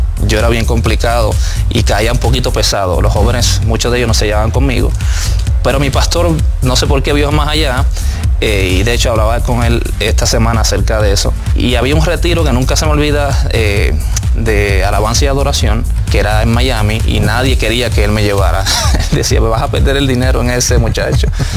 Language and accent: Spanish; Puerto Rico; Yo acepté a Jesús como a los 19 años aproximadamente, en obviamente la isla donde soy natal, de Puerto Rico.